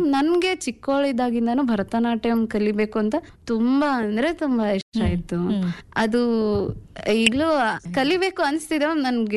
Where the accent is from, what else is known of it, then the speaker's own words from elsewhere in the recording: Vijayanagara district, Karnataka, India; moved away as an adult; also born or lived in Harapanahalli; now in Davanagere, India; ನಮ್ದು ಕುಣೆಮಾದಿ ಹಳ್ಳಿ ಅಂತ, ಕೊಟ್ಟೂರ್ ಹತ್ರ, ಹರಪನಹಳ್ಳಿ ತಾಲೂಕು, ವಿಜಯನಗರ ಡಿಸ್ಟಿಕ್ ನಮ್ದು. ಅಲ್ಲಿ ನಮ್ದು ಒಂದು ಚಿಕ್ಕ ಗ್ರಾಮ